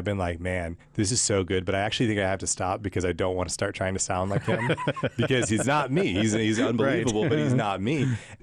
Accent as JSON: {"language": "English", "town": "Tyler", "region": "Texas", "country": "United States", "tie": "born or raised there", "said": "Yeah, so I grew up in Tyler, Texas, which is 100 miles east of Dallas. So it's a little country, but it's still a city. So it's not like a small town, but we're surrounded by lots of small towns."}